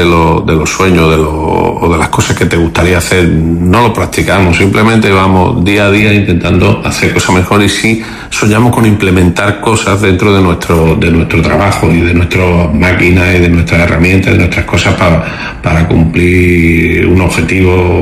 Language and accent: Spanish; Melilla, Spain; yo soy de aquí de Melilla de siempre